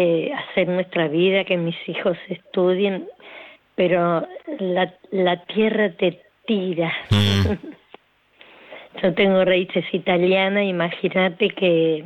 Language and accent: Spanish; Concepción del Uruguay, Entre Ríos, Argentina; now in Florida Oeste, Argentina; Y yo soy de Florida Oeste, pero en realidad soy de Concepción del Uruguay, de Entre Ríos.